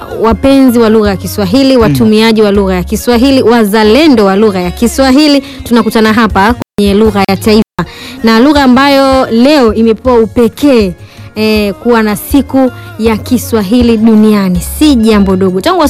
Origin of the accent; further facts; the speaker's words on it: Tanzania; mimi Mtanzania najisikia fahari.